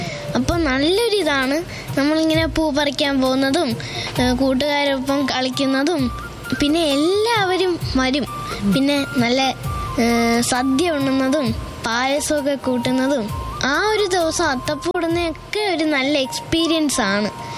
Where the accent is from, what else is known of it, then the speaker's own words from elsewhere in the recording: Kollam, Kerala, India; born there; now in Kozhikode, India; നമ്മൾ ജനിച്ച നാടിനോടായിരിക്കുമല്ലോ. എനിക്ക് കൊല്ലമാണ് ഏറ്റവും കൂടുതൽ ഇഷ്ടം, കാരണം എന്റെ എല്ലാവരും ഇവിടാണ് ഉള്ളത്.